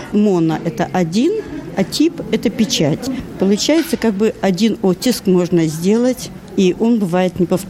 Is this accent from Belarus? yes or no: yes; Belarus; now in Poland; Ну, я белоруска. В Беларуси переехала в Польшу.